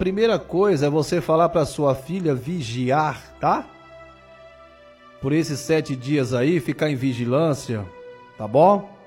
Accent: Belém, Pará, Brazil; Sou de Belém do Pará.

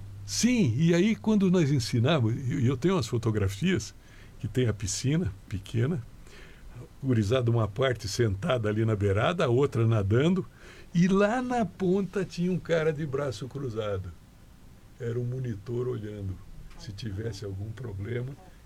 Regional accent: Urussanga, Santa Catarina, Brazil; É minha terra natal.

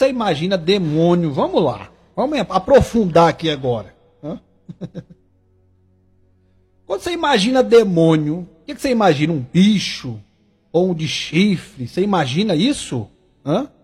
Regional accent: Tocantins, Brazil; Lá na minha cidade, né, eu que sou lá do Tocantins

